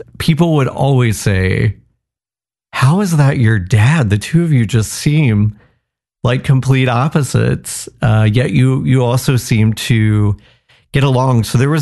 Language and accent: English; Cowan, Indiana, United States; my hometown of Cowan, Indiana.